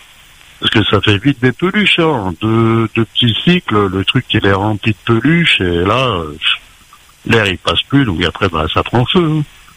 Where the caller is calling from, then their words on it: Lyon, Auvergne-Rhône-Alpes, France; Il y a plusieurs bases à Lyon, parce que moi je viens de Lyon.